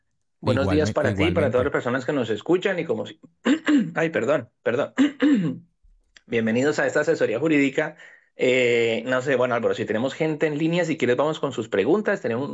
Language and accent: Spanish; Colombia; now in Madrid, Spain; Quienes vivimos, personas colombianas, importante, quienes vivimos aquí en España